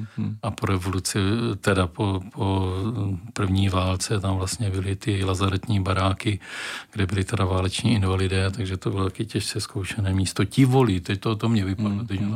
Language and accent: Czech; Brno, South Moravian Region, Czechia; Já pocházím z Kotlářské a tady ze Žabin úplně na začátku života.